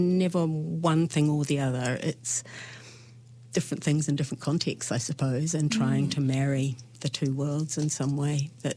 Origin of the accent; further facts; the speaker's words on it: Taranaki, New Zealand; No. I'm from Taranaki. I'm from Taranaki. That's where I was born and brought up.